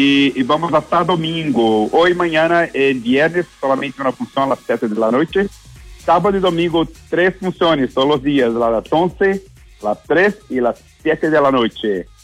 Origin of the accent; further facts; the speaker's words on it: Brazil; moved away; yo soy patinador de Brasil, empecé a trabajar en la compañía en 94